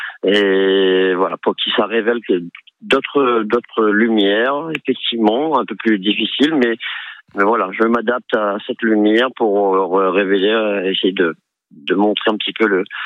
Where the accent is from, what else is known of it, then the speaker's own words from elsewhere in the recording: Réunion; Et je suis de La Réunion.